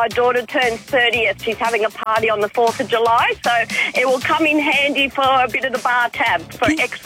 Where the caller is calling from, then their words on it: New South Wales, Australia; I'm calling from Maria Heads